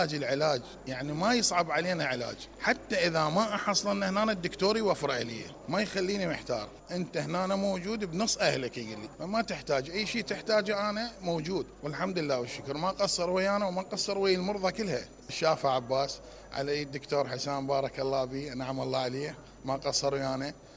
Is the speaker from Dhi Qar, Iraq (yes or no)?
yes; Nasiriyah, Dhi Qar, Iraq; يعني احنا من الناصرية نجي لهنا، باقي المستشفيات يروحون بالفنادق